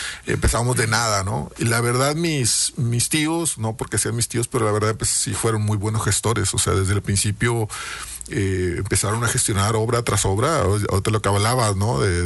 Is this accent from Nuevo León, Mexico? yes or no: no; Abasolo, Tamaulipas, Mexico; born there; also born or lived in Jico; nosotros cuando vinimos de Jico, vinimos buscando tierra, llegamos al municipio de Abasolo, a particularmente elegido Las Delicias.